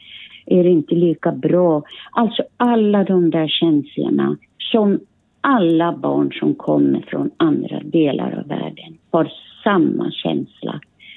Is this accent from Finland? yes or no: yes; Finland; För jag lekte jättemycket i skogen hemma i Finland.